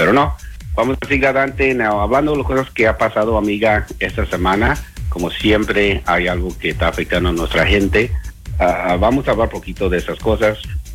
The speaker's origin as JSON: {"language": "Spanish", "country": "Mexico", "said": "Fue algo que nos unió juntos como mexicanos"}